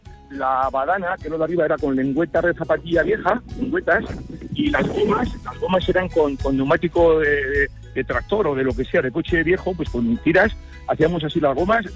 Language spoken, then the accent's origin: Spanish; Villamayor de Monjardín, Navarre, Spain; cuando en la fiesta de mi pueblo, de Villamayor de Mojardín, que es un pueblo chiquitísimo, de Santiago, pues en fiestas organicé un campeonato de tirariques. Tirariques, se llama aquí tirariques en Navarra